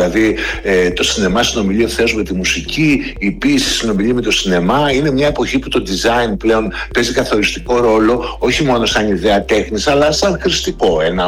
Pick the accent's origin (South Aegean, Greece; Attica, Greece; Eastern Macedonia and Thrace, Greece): Eastern Macedonia and Thrace, Greece; Xanthi; στα μέσα του 70 μεγαλώνουμε σε μία πόλη που έχουμε δύο θεούς, έναν ανατολικό και έναν δυτικό, έτσι, έναν ορθόδοξο και έναν μονθανικό.